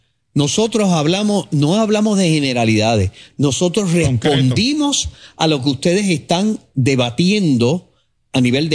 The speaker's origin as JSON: {"language": "Spanish", "country": "Puerto Rico"}